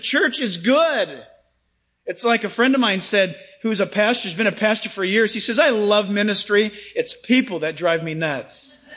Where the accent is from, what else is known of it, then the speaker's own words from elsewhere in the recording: San Diego, California, United States; also born or lived in Orange County; Some of you in here are old enough to remember, like I do, growing up in San Diego and then in Orange County